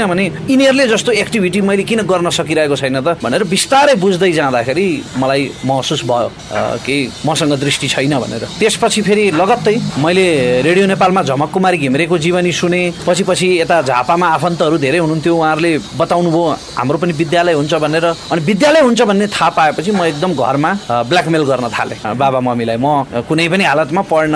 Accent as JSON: {"language": "Nepali", "area": "Taplejung", "region": "Koshi Province", "country": "Nepal", "tie": "born there", "said": "मेरो जन्म ताप्लेजुङमा भएको, अहिले मैवा खोला गाउँपालिका 5 नम्बर वार्ड पर्छ।"}